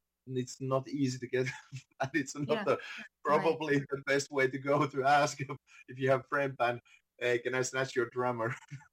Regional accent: Kouvola, Kymenlaakso, Finland; originally from Kouvola. It's a small town, city in a little bit more eastern side, and that's where the band originally came from.

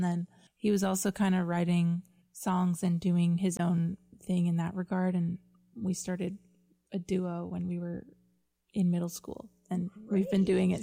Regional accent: Tucson, Arizona, United States; moved away as an adult; now in Nashville, United States; I'm from Tucson, Arizona, originally

